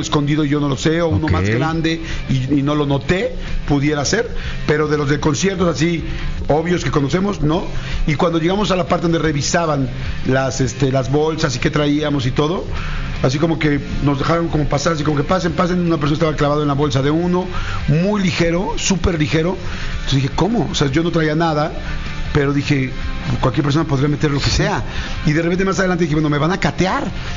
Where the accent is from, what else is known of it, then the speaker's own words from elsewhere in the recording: Mexico City, Mexico; A ver, yo soy